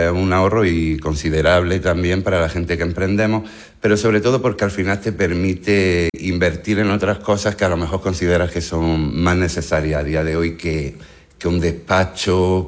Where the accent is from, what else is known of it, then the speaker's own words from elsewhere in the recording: Motril, Andalusia, Spain; moved away as an adult; yo era un inmigrante motrileño que se fue en la crisis, estuvo como unos 10 años fuera. Quería regresar a mi tierra